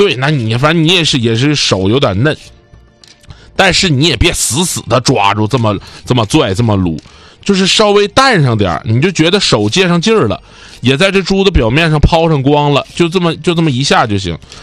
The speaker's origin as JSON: {"language": "Chinese", "region": "Northeast China", "country": "China", "accent": "Northeastern Mandarin (Dongbei)", "said": "我们东北话呢，尤其黑龙江那头，"}